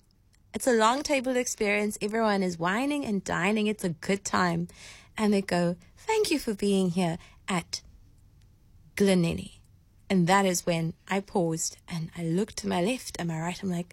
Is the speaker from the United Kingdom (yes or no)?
no; South Africa; listen, we are from South Africa. There are so many languages.